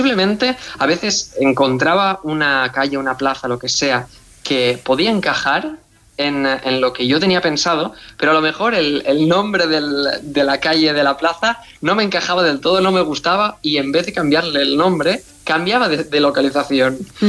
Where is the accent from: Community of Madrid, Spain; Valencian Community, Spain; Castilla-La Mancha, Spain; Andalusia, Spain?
Valencian Community, Spain; también es la Bedigna, en mi pueblo de Valencia